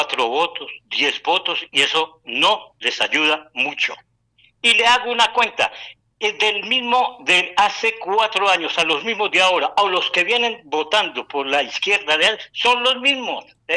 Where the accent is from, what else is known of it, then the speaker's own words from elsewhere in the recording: Antioquia, Colombia; now in Medellín, Colombia; yo me alegro mucho por mi Antioquia, por mi tierra